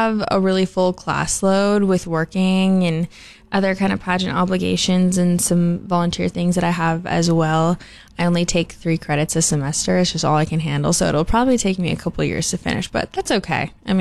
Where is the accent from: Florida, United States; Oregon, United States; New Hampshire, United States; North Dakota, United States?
North Dakota, United States; Hope; I'm from Hope, North Dakota.